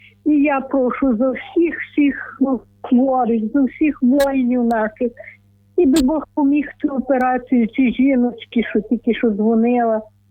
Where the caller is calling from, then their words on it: Chernivtsi, Chernivtsi Oblast, Ukraine; ми з Чернівців